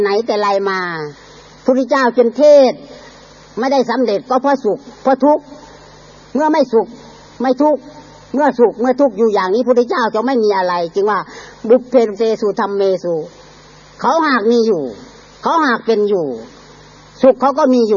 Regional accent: Isan, Thailand; ผมมาจากอีสานผมมาบำเพ็ญอยู่เชียงใหม่

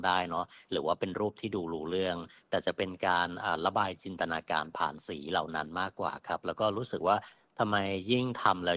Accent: Thailand; เป็นคนจังหวัดชลบุรีครับบ้านอยู่

